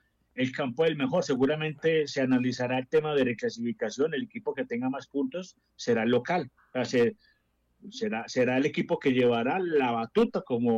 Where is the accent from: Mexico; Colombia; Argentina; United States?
Colombia; Eje Cafetero